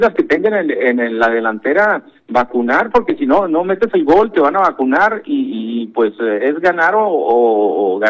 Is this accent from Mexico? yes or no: yes; Mexico; A lo mejor nosotros como mexicanos ya se nos hace muy común hablar del estadio